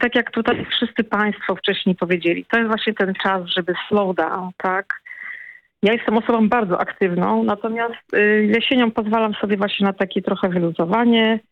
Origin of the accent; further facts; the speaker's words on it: Tricity, Pomeranian Voivodeship, Poland; jestem z Trójmiasta, więc przyszłam się tam nad morze z Gdyni do Sopotu.